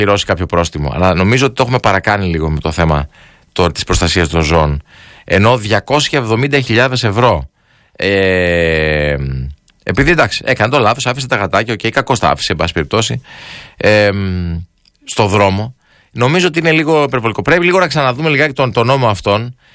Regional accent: Greece; Στην Ελλάδα είμαστε λίγο ρε παιδί μου των άκρων.

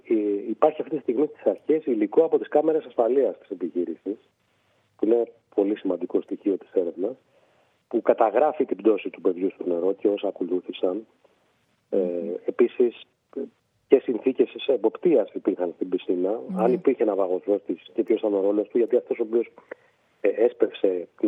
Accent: Greece; ως κράτος, ως Έλληνες

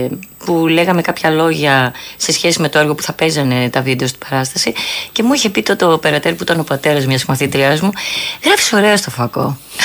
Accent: Agioi Anargyroi, Attica, Greece; also born or lived in Boston, United States; Εγώ μεγάλωσα στους Αγίους Αναργύρους. Ναι. Έχω γεννηθεί εκτός Ελλάδος, έχω γεννηθεί Αμερική.

